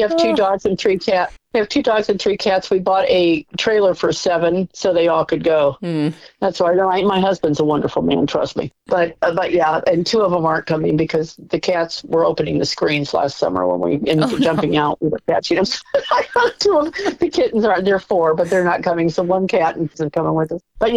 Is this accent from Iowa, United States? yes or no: yes; Marshalltown, Iowa, United States; moved away; my hometown of Marshalltown, Iowa.